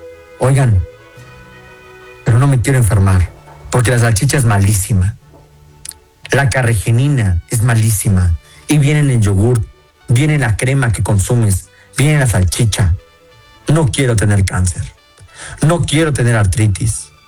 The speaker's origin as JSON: {"language": "Spanish", "town": "Toluca", "region": "State of Mexico", "country": "Mexico", "said": "Más ahora que estoy en Ciudad de México, porque yo soy de acá de Toluca."}